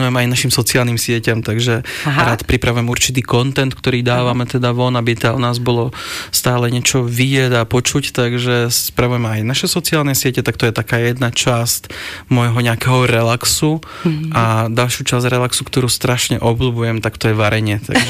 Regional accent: Czechia; ja som hrdý na to, že som Čech

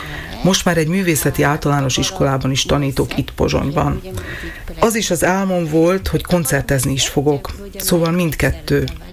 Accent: Japan; moved away as an adult; now in Bratislava, Slovakia; Nálunk Japánban nincs alapfokú művészeti iskola, állami konzervatórium sincs

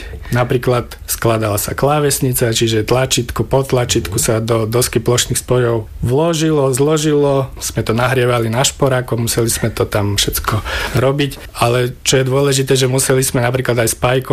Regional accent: Topoľčany, Nitra Region, Slovakia; moved away as an adult; now in Nitrianska Blatnica, Slovakia; Som rodený Topolčanec, narodil som sa v Topolčanoch, vyrastal som v Topolčanoch, ale postupom času, jak som aj založil rodinu, tak sme potrebovali niekde bývať vo väčšom, tak som sa odsťahoval v smere na Piešťany do Nitrianskej Blatnice

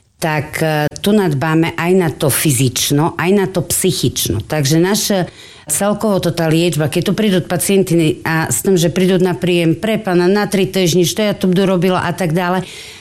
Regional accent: Jakubany, Prešov Region, Slovakia; a pochádzam z Jakubian.

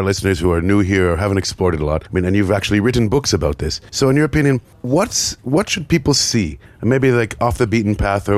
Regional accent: Canada; now in Slovakia; But I'm from Canada. We have mountains.

